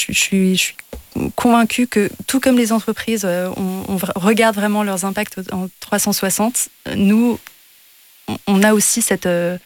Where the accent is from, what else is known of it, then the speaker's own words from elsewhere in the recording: United Kingdom; J'ai grandi au Royaume-Uni, j'ai vécu plus de 20 ans là-bas. J'ai étudié, voyagé, travaillé beaucoup en Amérique latine et en Asie.